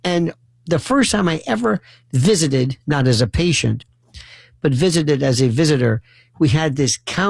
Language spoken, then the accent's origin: English; Florida, United States; Not Florida. I'm from Florida.